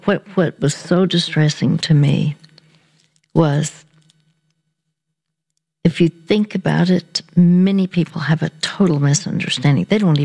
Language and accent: English; Dallas, Texas, United States; it just so happened that the NFL, the National Football League Championship game, was going to be played in my hometown of Dallas, Texas.